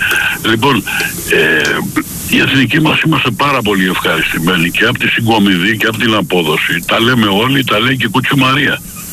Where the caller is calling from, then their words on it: Piraeus, Attica, Greece; είμαι από Πειραιά.